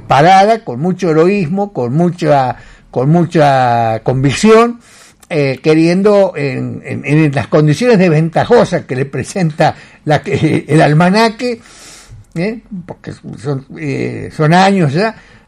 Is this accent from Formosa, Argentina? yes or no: no; Santa Fe, Argentina; Soy argentino y santafesino.